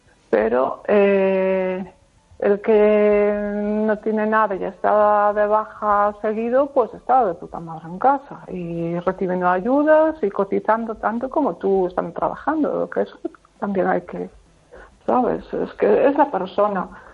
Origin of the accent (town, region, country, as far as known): Pontevedra, Galicia, Spain